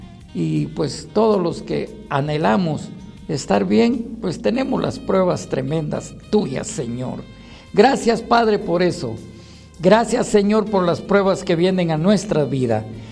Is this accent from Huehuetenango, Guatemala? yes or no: yes; Cuilco, Huehuetenango, Guatemala; born there; moved away; por allá por mi pueblo, Cuilco. Ah, ese es mi pueblo lindo, Cuilco. Yo soy de Cuilco, mis paisanos lindos.